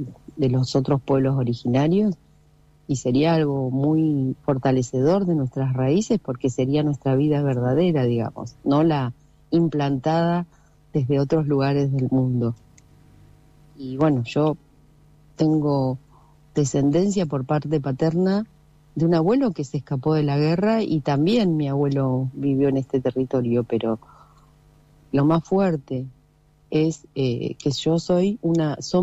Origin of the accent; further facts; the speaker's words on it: Argentina; Porque también somos ciudadanos argentinos.